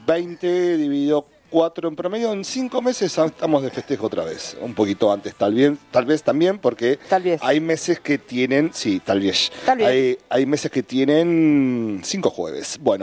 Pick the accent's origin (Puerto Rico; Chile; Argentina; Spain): Argentina; Casilda, Santa Fe; Casilda, mi ciudad natal, ahí a unos 50 kilómetros de Rosario